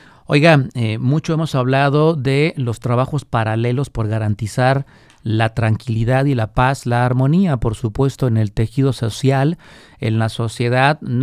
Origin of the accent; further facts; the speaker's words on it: Guadalajara, Jalisco, Mexico; Se nota que somos puros tapatíos de los buenos.